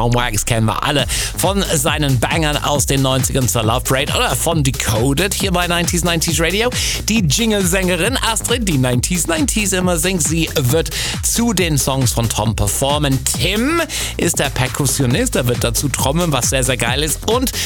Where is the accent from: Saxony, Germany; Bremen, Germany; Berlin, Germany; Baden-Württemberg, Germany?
Bremen, Germany; Ich war so oft da als Jugendlicher. Ich bin in Bremen zur Schule gegangen.